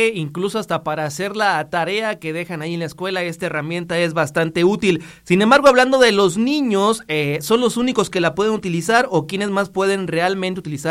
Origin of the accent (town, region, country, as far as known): Mexico